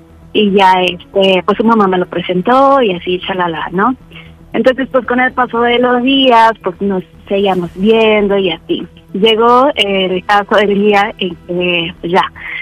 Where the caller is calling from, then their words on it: Mexico City, Mexico; Tengo 27 años, de la Ciudad de México.